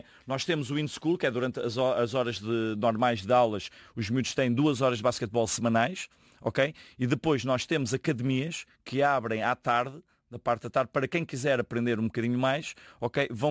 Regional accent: Portugal; moved away as an adult; now in India; Eu como um bom português

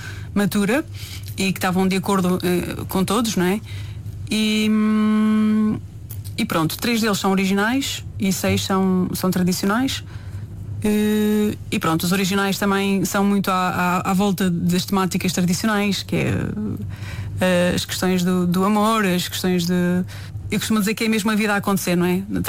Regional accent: Norte, Portugal; accent: Transmontano; é a forma como cantamos, não é? Com o nosso sotaque transmontano

